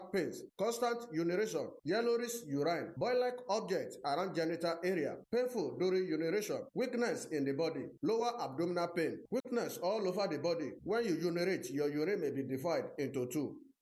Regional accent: Oyo, Nigeria; Enlightenment program brought to you from … I'm from Oyo State in Oyo Town.

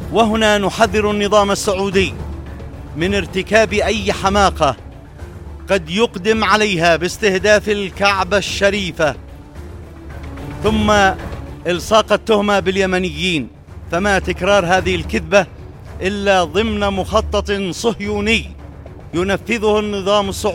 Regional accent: Yemen

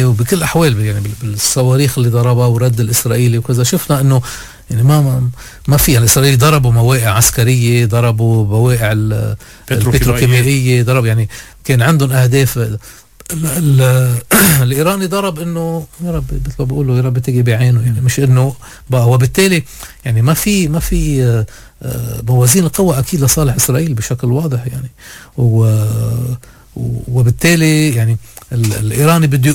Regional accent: Lebanon; بس احنا يعني خلينا نقول بعاد عن هذا الموضوع كلبنانيين.

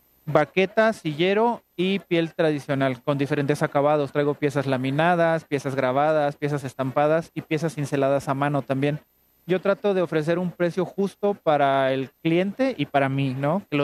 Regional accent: Chapulhuacanito, San Luis Potosí, Mexico; Soy de Chapulhuacanito, en Tamazunchale.

